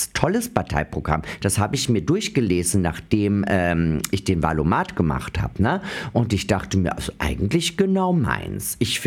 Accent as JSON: {"language": "German", "region": "Carinthia", "country": "Austria", "tie": "born or raised there", "moved": "yes", "said": "ich komme aus Österreich. Ich bin mit Jörg Haider aufgewachsen als Landeshauptmann."}